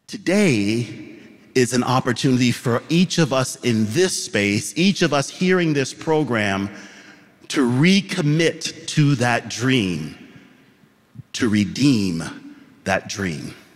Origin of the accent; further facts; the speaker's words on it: Georgia, United States; growing up in Georgia, my first profession was as a middle school educator.